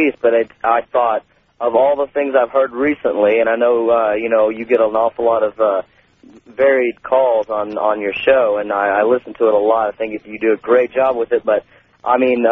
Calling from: Cape Girardeau, Missouri, United States; I'm calling from Cape Jordan, Missouri.

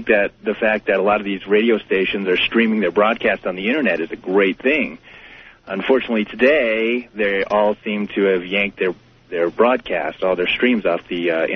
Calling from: Flagstaff, Arizona, United States; I'm calling from Flagstaff, Arizona.

